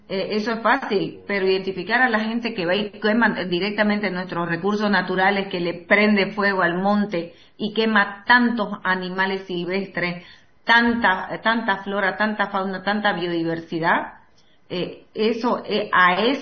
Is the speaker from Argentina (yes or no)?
no; Bolivia; Y tenemos que cuidarla como bolivianos.